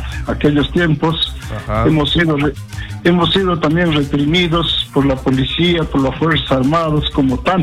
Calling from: Ticlacayán, Pasco, Peru; mi pueblo hermoso, querido Ticlacayán

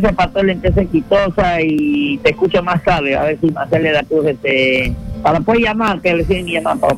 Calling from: Lima, Peru; Acá se tembló en San Miguel

